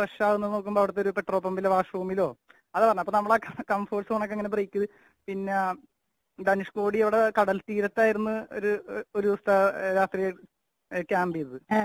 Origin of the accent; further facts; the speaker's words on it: Kochi, Kerala, India; born there; അങ്ങനെ ഇപ്പൊ ഞാൻ ഇവിടെ എറണാകുളത്ത് നെട്ടൂരാണ്, അതായത് തറവാട് കൊച്ചിയിലായിരുന്നു. 2007 മുതൽ നെട്ടൂരേക്ക് വരുമ്പോ